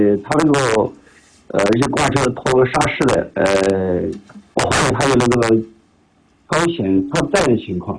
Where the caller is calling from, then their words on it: Neijiang, Sichuan, China; 我是泉州的，内江的